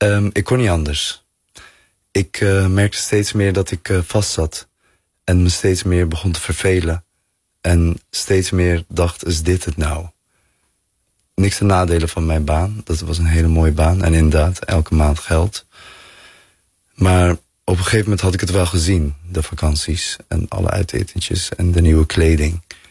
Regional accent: Bergen op Zoom, North Brabant, Netherlands; En ik kom uit Bergen op Zoom. En dat is natuurlijk een grensstad.

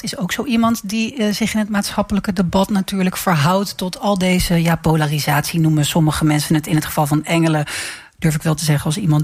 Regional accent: Utrecht, Netherlands; ik neig als Utrechtse natuurlijk altijd naar de Dom toe.

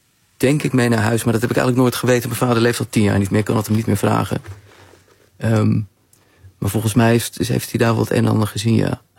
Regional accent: Netherlands; moved away as an adult; Ja, ik laat mezelf terugkeren naar het ouderlijk huis. Ja. In de muziekwijken waar ik ben opgegroeid.

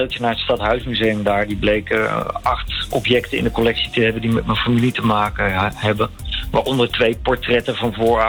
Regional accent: Friesland, Netherlands; Als ik daar vertel dat ik uit Friesland kom, heb ik toch meteen een klik.

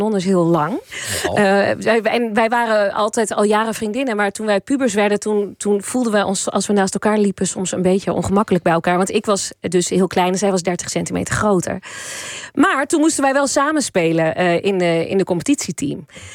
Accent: Nieuw-Leusen, Overijssel, Netherlands; Ik ben opgegroeid in Nieuw-Leuzen.

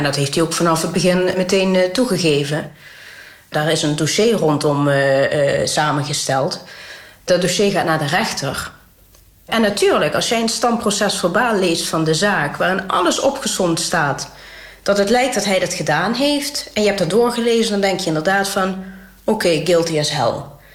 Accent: Limburg, Netherlands; also born or lived in Maastricht; ik ben natuurlijk geboren in Limburg en woon er al mijn hele leven. Geboren vlakbij Roermond, later in Maastricht gaan studeren.

